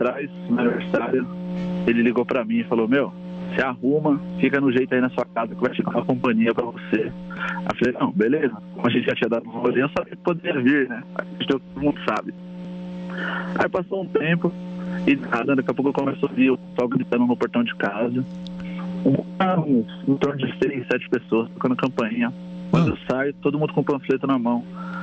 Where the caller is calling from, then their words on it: Caieiras, São Paulo, Brazil; sou de Caieiras.